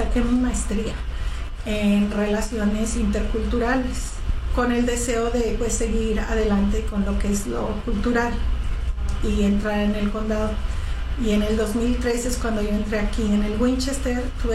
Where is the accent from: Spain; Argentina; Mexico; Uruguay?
Mexico; Zacatecas; born there; aparte que yo nací en Zacatecas, una ciudad muy cultural, muy llena de historia, que en realidad inspira a lo que es la creatividad y el arte.